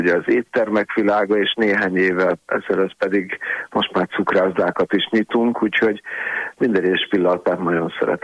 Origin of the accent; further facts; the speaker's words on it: Budapest, Hungary; de a Murisimont körtér mellett nőttem fel, és ott megelért szállodában nagyon sok izgalmas autót láttam